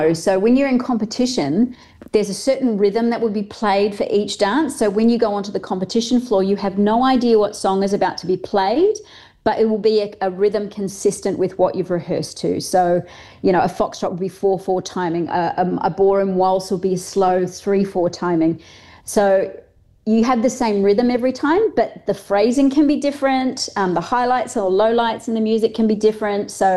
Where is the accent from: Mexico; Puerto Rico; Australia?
Australia; I call it lobster being Australian